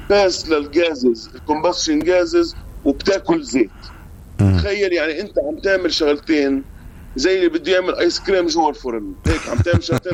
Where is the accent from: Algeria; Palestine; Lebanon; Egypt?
Palestine; Farradiyya; أنا فلسطيني من مدينة فرادة هي قضاء صفد، وطبعا احنا من فصيلة لبنان